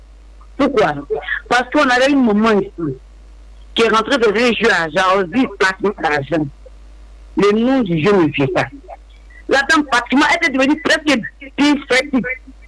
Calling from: Dabou, Grands-Ponts, Côte d’Ivoire; Et moi, je suis à Dabou.

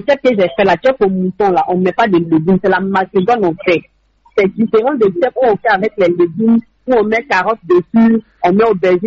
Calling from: Songon, Abidjan, Côte d’Ivoire; Je appelle de Songo.

